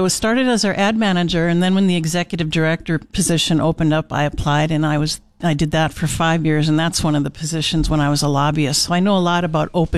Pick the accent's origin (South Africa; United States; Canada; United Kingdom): United States; Norton Air Force Base, California; born there; I was born on Norton Air Force Base in California.